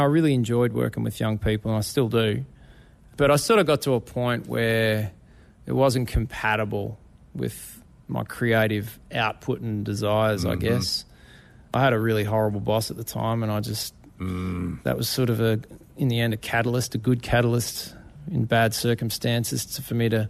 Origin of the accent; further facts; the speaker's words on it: Ellerslie, Victoria, Australia; I mean, growing up in Ellerslie, where I grew up, you know, I just wanted to be in the best darn cover band that Warrnambool had ever seen, you know?